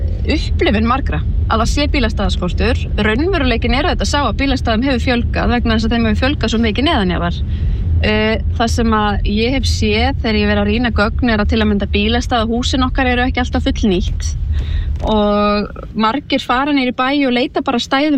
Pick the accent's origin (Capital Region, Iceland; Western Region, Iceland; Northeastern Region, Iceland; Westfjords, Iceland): Capital Region, Iceland; Reykjavík; þar sem við Reykvíkingar getum fengið að njóta veðurblíðunar þegar hún lætur sjá sig.